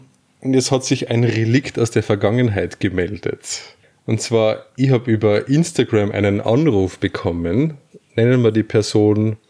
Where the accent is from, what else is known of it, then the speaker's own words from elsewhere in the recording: Austria; habe jetzt Jura angefangen oder wie man bei uns in Österreich sagt, Jus.